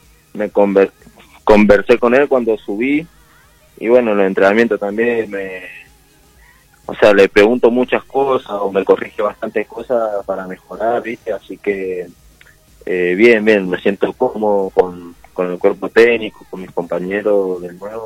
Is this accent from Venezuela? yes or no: no; Godoy Cruz, Mendoza, Argentina; yo soy de acá de Godoy Cruz, toda la vida vivir acá.